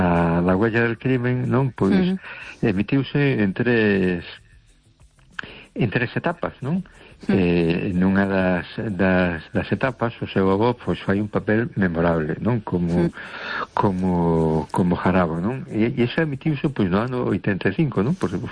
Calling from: A Coruña, Galicia, Spain; de Coruña.

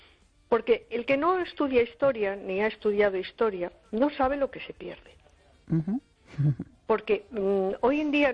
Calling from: A Coruña, Galicia, Spain; Hola, buenas noches. … de Coruña.

